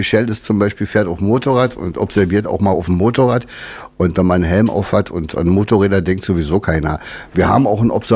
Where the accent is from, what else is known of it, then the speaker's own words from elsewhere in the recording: Berlin, Germany; Also ich bin in Berlin aufgewachsen